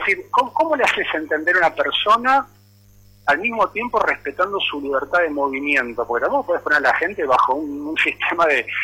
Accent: Argentina

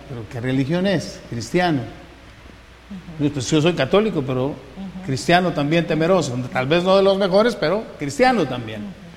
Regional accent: Honduras; Siendo yo hondureño.

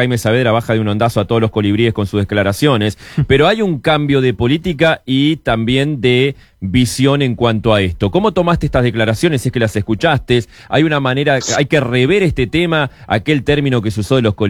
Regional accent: Montevideo, Uruguay; yo vengo de Montevideo

